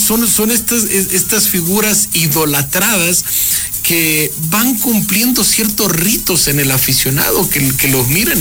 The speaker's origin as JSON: {"language": "Spanish", "country": "Ecuador", "said": "Los ecuatorianos no nos sentimos más ecuatorianos si no es en un mundial de fútbol."}